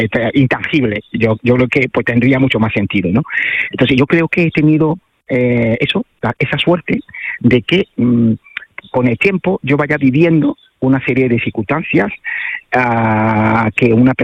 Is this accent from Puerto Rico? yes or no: no; Cameroon; moved away; cuando vuelves allá, en mi país, en Camerún, eres mucho más extranjero allá.